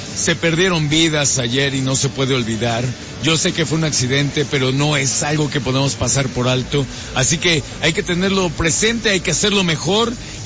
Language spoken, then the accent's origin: Spanish; Mexico; como cualquier persona, como mexicanos, hay muchos que me dicen